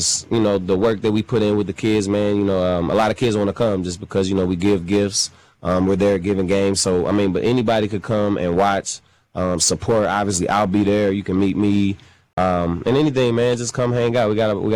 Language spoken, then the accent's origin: English; St. Louis, Missouri, United States; So I'm from St. Louis, so I have to be, right?